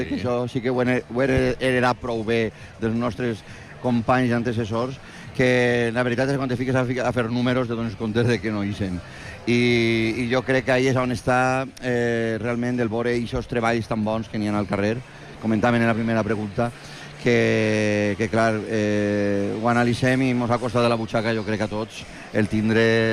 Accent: Elda, Valencian Community, Spain; Perquè jo que sóc d'Elda i ahir en la meva època no n'hi havia el que n'hi ha ara

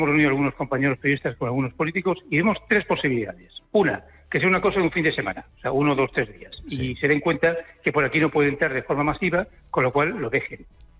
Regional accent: Ceuta, Spain; Ceuta, que yo soy de Ceuta, se puede entrar por el Tarajal casi andando en el mar

